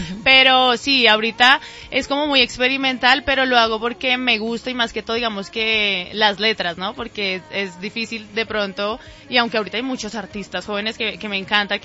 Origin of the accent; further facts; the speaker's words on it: Bogotá, Bogotá Capital District, Colombia; Rola, sí, de Bogotá.